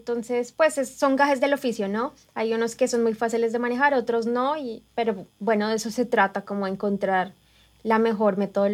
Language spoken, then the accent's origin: Spanish; Colombia; now in United States; Yo soy colombiana.